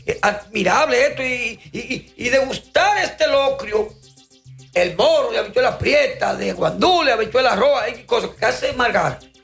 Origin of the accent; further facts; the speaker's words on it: Tierra Dura, Dominican Republic; now in Monte de las Aguas, Dominican Republic; Allá criados juntos, nos criamos juntos allá. Que yo le llevo unos añitos, pero canchanchaneamos vais allá en Tierra Dura.